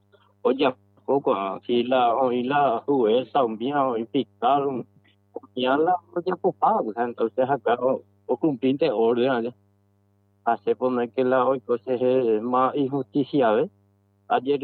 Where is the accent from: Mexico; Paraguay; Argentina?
Paraguay; pero que estamos ahí a luchar como paraguayo